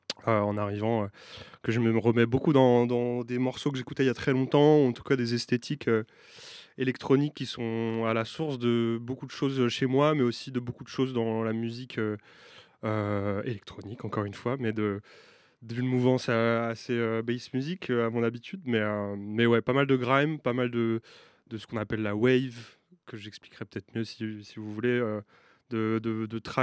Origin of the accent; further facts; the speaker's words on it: Saint-Étienne, Auvergne-Rhône-Alpes, France; now in Paris, France; En tant que non-parisien, stéphanois plus précisément, je venais